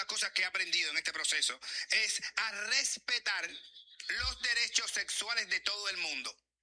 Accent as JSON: {"language": "Spanish", "region": "Havana", "country": "Cuba", "moved": "as an adult", "lives_now": "Miami, United States", "said": "soy negrito de la República Negrocrática de Santo Suárez. Pero... En estos 7 años que ya llevo aquí al ser ciudadano americano"}